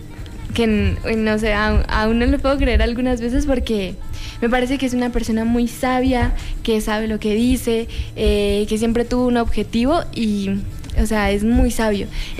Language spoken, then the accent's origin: Spanish; Sogamoso, Boyacá, Colombia; born there; soy boyaca colombiana y el público que más quiero. Nacida en Sogamoso, el municipio del Sol y el Acero